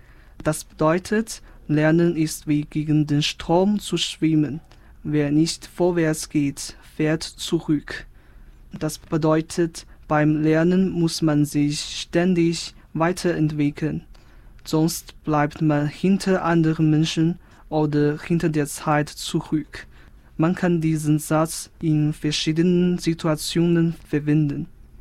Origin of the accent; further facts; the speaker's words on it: China; German is a second language; moved away; ich komme aus China.